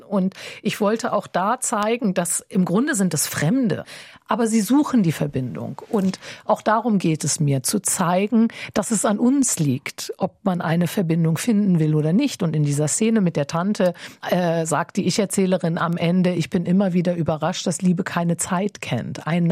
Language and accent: German; Wiesbaden, Hesse, Germany; moved away as an adult; now in France; Ich bin zum Beispiel in Wiesbaden groß geworden und ich lebe jetzt seit über 20 Jahren in Frankreich. Aber wenn ich nach Hessen komme, verspüre ich sofort eine Verbundenheit.